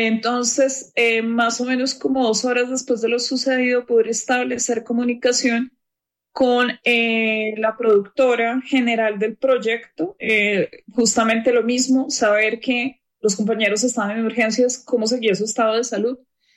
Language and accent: Spanish; Bogotá, Colombia; como capitalino, como bogotano, está acostumbrado a oírlos, como colombiano también